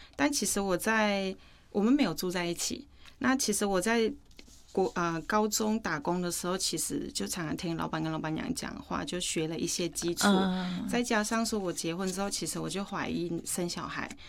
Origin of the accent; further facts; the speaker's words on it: Northern Thailand, Thailand; Chinese is a second language; 但是可能我们去到我们的小小县城里面是泰国北部的方言，叫兰纳，就是我们北部的方言叫卡蒙，对，又讲那个。那看电视的时候呢，是讲泰国的官方的语言，对。